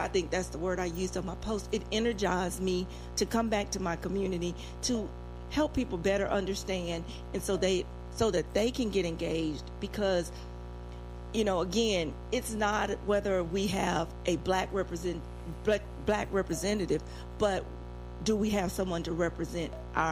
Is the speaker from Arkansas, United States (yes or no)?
yes; Arkansas, United States; Where are you from? Arkansas. Hey, y'all, we got somebody here from Arkansas.